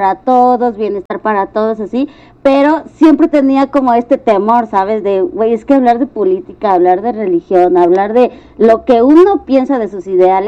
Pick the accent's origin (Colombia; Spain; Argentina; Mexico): Mexico; Chalco, State of Mexico; also born or lived in Iztapalapa; now in Mexico City, Mexico; O sea, nací en Iztapalapa, pero me crecí en Chalco.